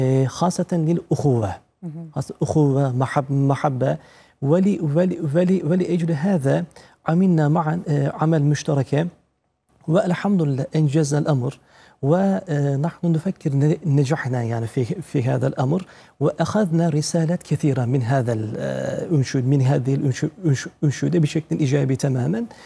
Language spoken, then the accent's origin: Arabic; Turkey; Arabic is a second language; أنا كتركي